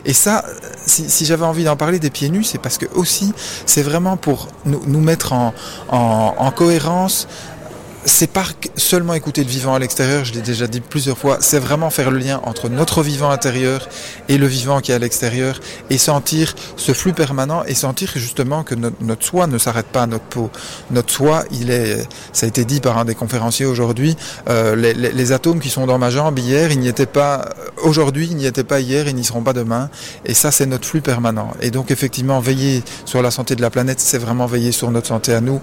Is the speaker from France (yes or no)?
no; Belgium; je suis belge en plus